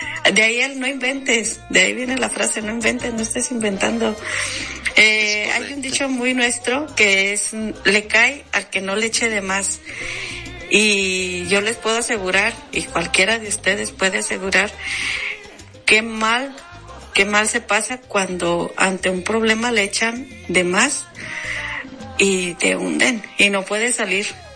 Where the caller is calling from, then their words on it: Málaga, Andalusia, Spain; desde Málaga, España.